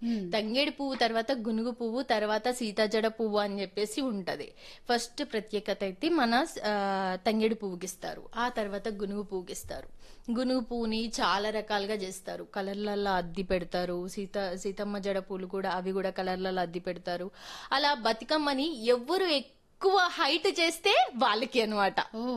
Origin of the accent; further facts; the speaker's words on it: Ammanabolu, Telangana, India; born there; now in Hyderabad, India; నేను పుట్టింది అమ్మనబోలు గ్రామం, నార్కట్పల్లి మండలం అమ్మనబోలు గ్రామం, నల్గొండ జిల్లా పుట్టింది. తండ్రి ఆర్టీసీ డ్రైవర్.